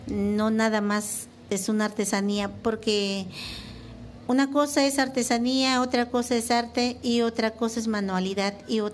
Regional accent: Papantla, Veracruz, Mexico

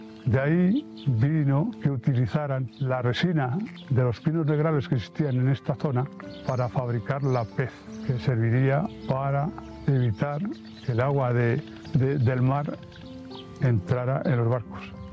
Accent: El Barraco, Castile and León, Spain; llevo más de 40 años estudiando la historia de mi pueblo. El primer nombre del Barraco fue La Nava.

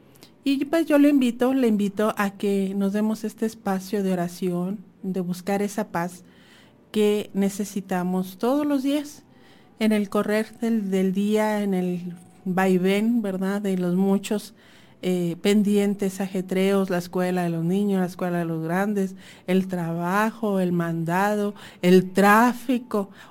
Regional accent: Mexico; Nosotros como mexicanos

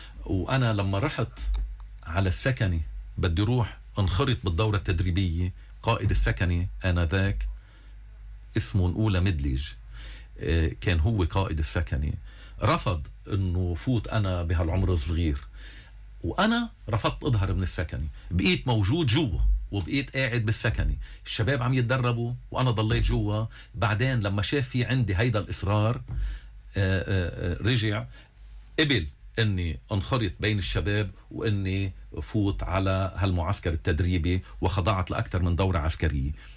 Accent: Mayfouq, Keserwan-Jbeil, Lebanon; أما أني يكون موجود بضيعتي بميفوق

